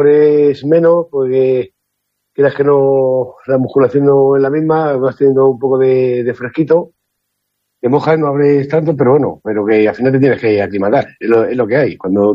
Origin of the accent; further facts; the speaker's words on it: Ávila, Castile and León, Spain; defenderle en mi tierra